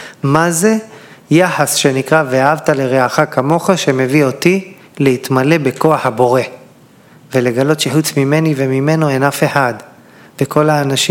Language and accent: Hebrew; Elyashiv, Central District, Israel; גדלתי בחוף מכמורת, אני מושבניק מאלישיב ועמק חפר. שבוע שעבר הייתי במכמורת, חוף ילדותי.